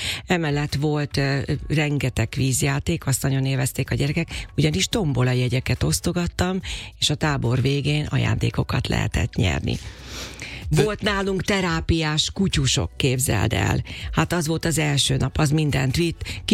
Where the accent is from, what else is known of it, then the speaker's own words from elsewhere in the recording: Makó, Csongrád-Csanád, Hungary; moved away; szülővárosomban, Makón